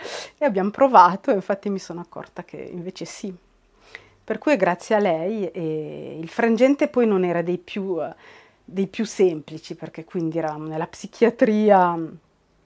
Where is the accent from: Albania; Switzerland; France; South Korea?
Switzerland; Cavergno, Ticino; also born or lived in Mendrisio; io sono nata a Cavernio negli anni 70